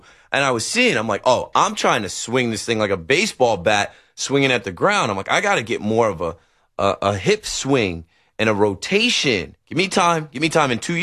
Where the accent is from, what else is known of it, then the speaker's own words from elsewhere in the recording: Monmouth County, New Jersey, United States; now in Hoboken, United States; I grew up in Monmouth County